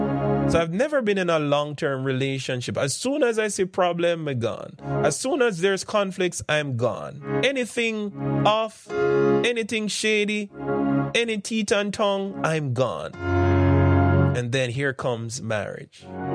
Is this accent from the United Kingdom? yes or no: no; Jamaica; when we grew up in Jamaica, growing up in Jamaica, whenever you hear the word ignorant, you think about somebody that's angry.